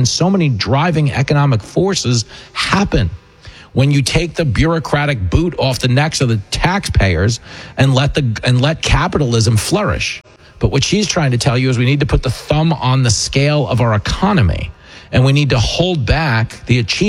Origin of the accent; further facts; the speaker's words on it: New York, United States; AOC gets out there every day in my home state of New York and tells you the rich are the devil.